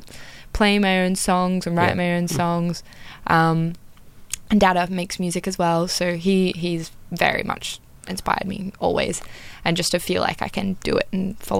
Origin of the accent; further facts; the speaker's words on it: New South Wales, Australia; I'm from Northern New South Wales.